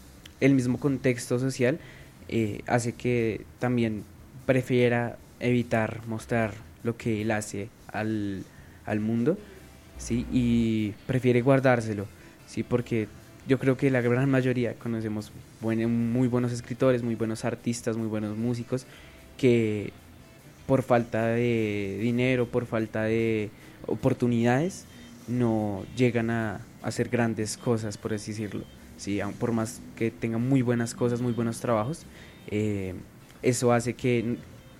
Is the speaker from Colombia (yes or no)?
yes; Colombia; somos los colombianos